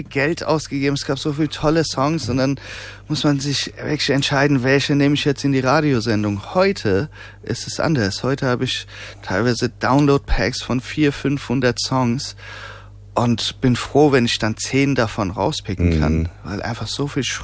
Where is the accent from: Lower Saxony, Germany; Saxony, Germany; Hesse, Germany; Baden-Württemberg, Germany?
Hesse, Germany; Liederbach; also born or lived in Eppstein; Aufgewachsen in Liederbach, aber schon Taunus die Ecke, später Eppstein. Ich glaube, bis ich volljährig wurde, bin ich auch so, ich glaube, so circa 15 Mal umgezogen.